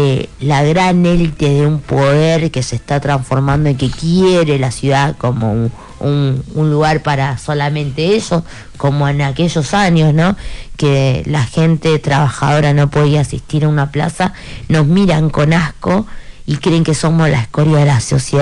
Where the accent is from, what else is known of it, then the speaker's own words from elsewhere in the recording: Argentina; que se pueda seguir con la seguridad tan importante que nosotros tenemos como argentinos